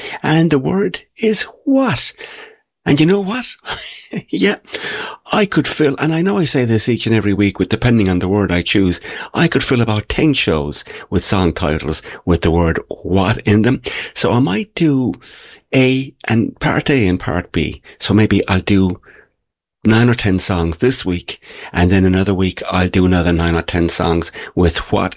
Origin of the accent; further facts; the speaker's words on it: Limerick, Munster, Ireland; broadcasting from my hometown and city of Limerick in Ireland, as I do each and every week at this time.